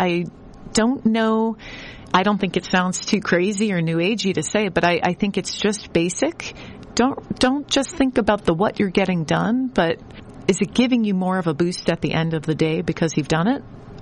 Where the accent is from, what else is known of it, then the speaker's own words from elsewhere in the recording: Boston, Massachusetts, United States; being a Bostonian